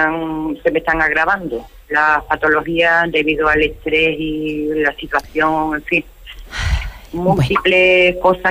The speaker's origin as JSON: {"language": "Spanish", "town": "Huelva", "region": "Andalusia", "country": "Spain", "said": "Soy de Huelva capital."}